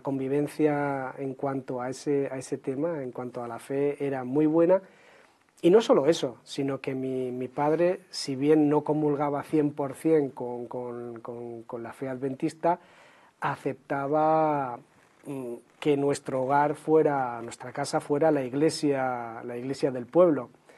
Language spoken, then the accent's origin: Spanish; Cabra, Andalusia, Spain; born there; Nací en un pueblo, ciudad del sur de la provincia de Córdoba, llamado Cabra. Ajá. Cabra de Córdoba. Digo que es ciudad porque realmente tiene estatus de ciudad. Más de 20.000 habitantes, no es un pueblito de 500